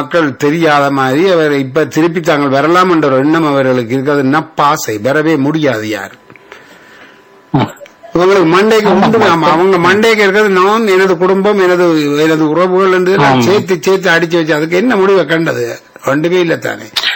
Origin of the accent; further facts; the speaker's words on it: Sri Lanka; நானும் ஒரு ஆசியான நாடு, நான் ஸ்ரீலங்கன், இலங்கை இந்தியா பங்களாதேஷ் பாகிஸ்தான் போன்ற அரசாங்கங்கள்லாம் ஊழல் நிறைந்தது.